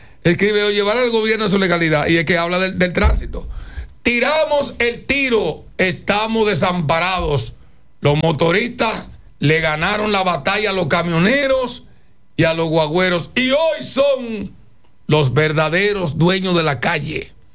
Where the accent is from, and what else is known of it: Dominican Republic